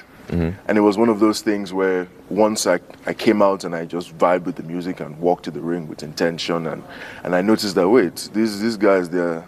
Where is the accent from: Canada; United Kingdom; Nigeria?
Nigeria; now in United States; I'm Nigerian